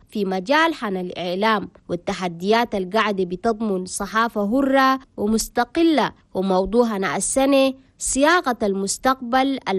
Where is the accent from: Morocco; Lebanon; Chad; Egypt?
Chad; انينا كمان مثل دول العالم بلدنا تشاد بتحتفل سنويا باليوم العالمي عن حرية الصحافة